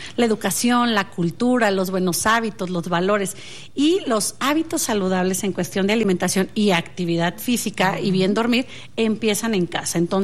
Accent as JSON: {"language": "Spanish", "country": "Mexico", "said": "Como padres, como mexicanos"}